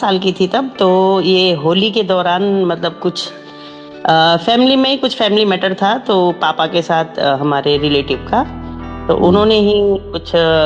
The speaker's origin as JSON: {"language": "Hindi", "region": "Uttarakhand", "country": "India", "lives_now": "Delhi, India", "said": "और मैं बेसिकली उत्तराखंड की रहने वाली हूँ"}